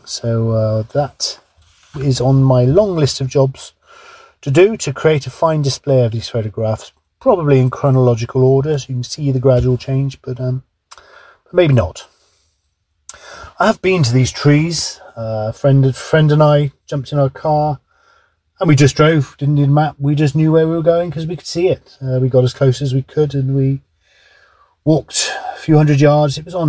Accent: Bristol, South West England, United Kingdom; I grew up in Kingswood in East Bristol, a great place to grow up.

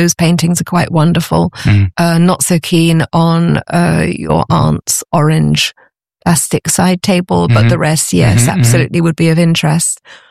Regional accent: United Kingdom; now in France; I'm British originally, and I sometimes antique in hunt in England, but it's a very different style.

